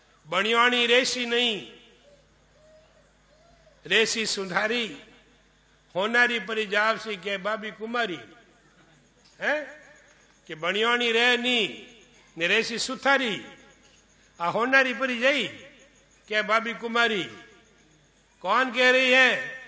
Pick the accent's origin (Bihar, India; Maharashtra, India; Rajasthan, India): Rajasthan, India; first language Marwari; मारवाड़ी राजस्थानी बोल गया, हमारी मातृभाषा है